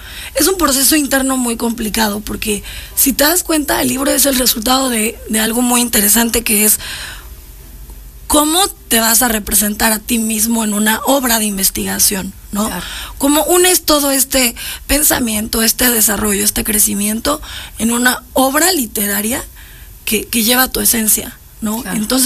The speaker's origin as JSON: {"language": "Spanish", "region": "Puebla", "country": "Mexico"}